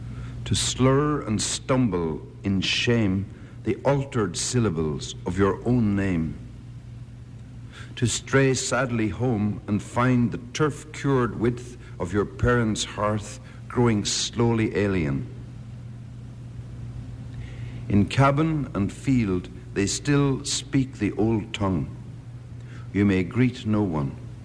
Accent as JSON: {"language": "English", "country": "Ireland", "said": "As a group in Ireland, I mean, part of the being Irish, and this is one of the things I lament"}